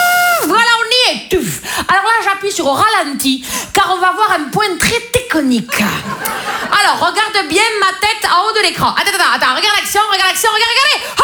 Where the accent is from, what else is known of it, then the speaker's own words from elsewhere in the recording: Grand Est, France; Je viens des Vosges. Les Vosges, vous voyez? Les Vosges, vous voyez? C'est en France, hein, vous voyez? C'est juste avant l'Ukraine, vous voyez? C'est dans l'Est